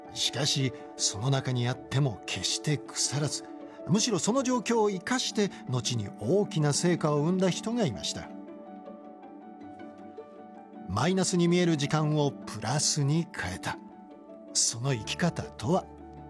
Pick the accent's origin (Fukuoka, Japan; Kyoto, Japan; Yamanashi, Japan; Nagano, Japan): Fukuoka, Japan; まずは地元の福岡の歴史から始めてみるつもりですということでね